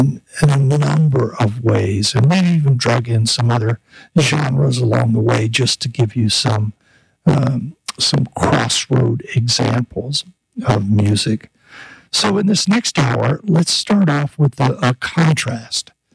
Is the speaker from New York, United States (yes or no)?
no; Florida, United States; born there; they sing a lot about Florida and the swamplands and the changing landscape down there, which again attracts me personally to the band, that being my home state